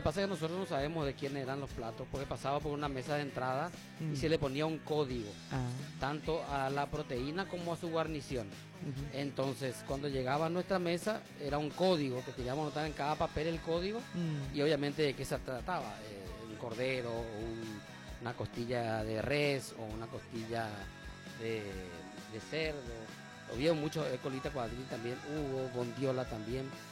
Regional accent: Paraguay; Soy paraguayo, yo hablo perfecto.

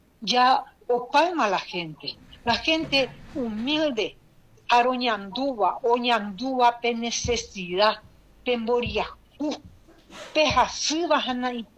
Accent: Paraguay; lo que somos paraguayos, padre de familia.

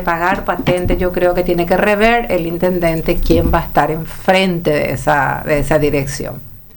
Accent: Lambaré, Central, Paraguay; soy de Lambaré.

